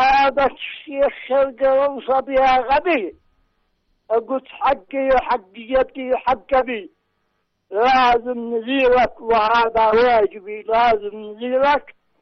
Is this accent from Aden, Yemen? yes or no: no; Sanaa, Amanat Al Asimah, Yemen; من صنعاء من حولنا.